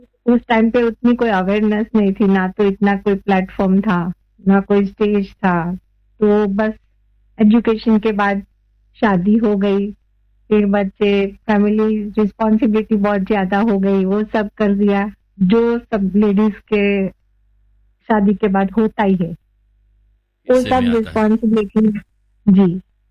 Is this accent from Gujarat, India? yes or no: yes; Gujarat, India; मैं गुजराती हूँ, गरबा बहुत अच्छा सा खेलती हूँ